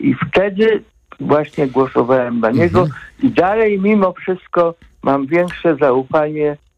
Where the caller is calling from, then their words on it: Katowice, Silesian Voivodeship, Poland; ja jestem z Katowic, czyli ze Śląska.